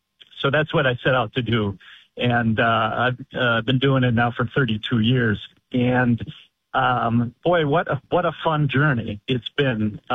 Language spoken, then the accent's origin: English; Racine County, Wisconsin, United States; I grew up in Racine County